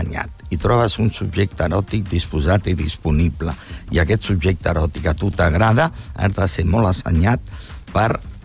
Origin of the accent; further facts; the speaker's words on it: Catalonia, Spain; els que som catalans